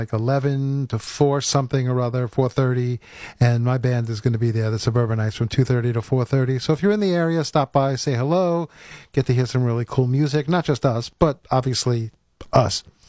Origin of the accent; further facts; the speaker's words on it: New York City, New York, United States; I grew up in Rockaway, Queens.